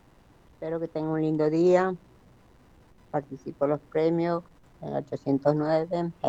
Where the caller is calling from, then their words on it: Fray Luis Beltrán, Argentina; Soy de Fray Luis Beltrán, María.